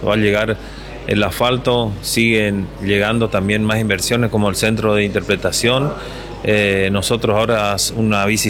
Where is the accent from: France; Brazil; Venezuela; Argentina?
Argentina; Loreto